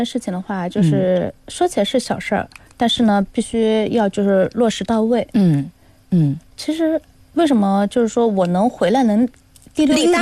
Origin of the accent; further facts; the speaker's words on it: Nanjing, Jiangsu, China; 因为我们是南京的嘛，然后这边有好多南京，我就会用南京话跟他说